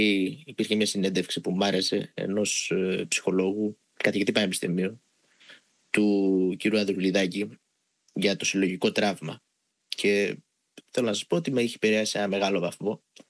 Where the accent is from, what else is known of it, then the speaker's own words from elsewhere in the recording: Greece; όχι επειδή είναι χώρα μου, όχι επειδή είμαι Έλληνας, αλλά επειδή έχουμε μια ιστορία, έναν πολιτισμό, μια κοσμοθέαση.